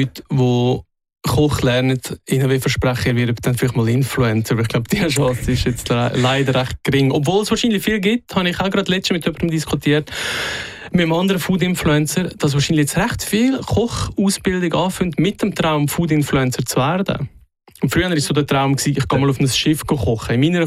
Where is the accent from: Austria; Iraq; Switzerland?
Switzerland; Glarus; Ich würde sagen, recht normal. Ländlich aufgewachsen im Glarnerland. Das war sicher sehr prägend gewesen.